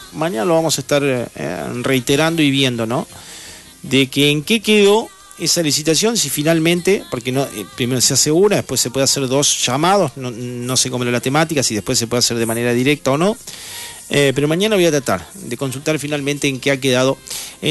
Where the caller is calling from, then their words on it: Loma Hermosa, Buenos Aires Province, Argentina; de Loma Hermosa, San Martín, Buenos Aires. Te comento que aquí en Loma Hermosa, San Martín, tenemos una tarde con un sol radiante espectacular.